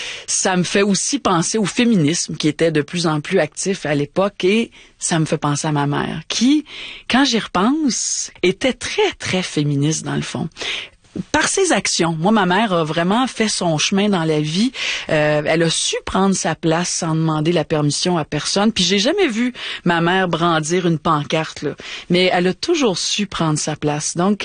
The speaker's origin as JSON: {"language": "French", "town": "Montreal", "region": "Quebec", "country": "Canada", "tie": "born or raised there"}